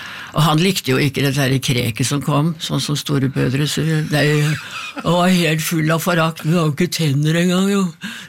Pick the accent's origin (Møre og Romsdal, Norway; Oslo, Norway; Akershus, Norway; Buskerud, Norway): Oslo, Norway; Jeg har vokst opp på Beste Vestkant, som ja. Det heter.